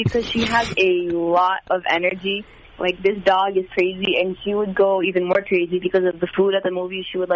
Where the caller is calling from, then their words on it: Revere, Massachusetts, United States; Revere, Massachusetts.